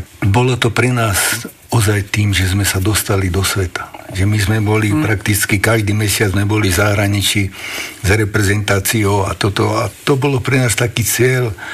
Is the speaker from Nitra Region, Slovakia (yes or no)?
yes; Topoľčany, Nitra Region, Slovakia; ja osobne pochádzam z Topolčian